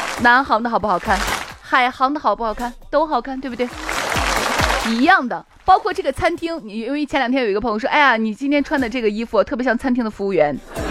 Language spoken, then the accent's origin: Chinese; Shaanxi, China; 我们陕西人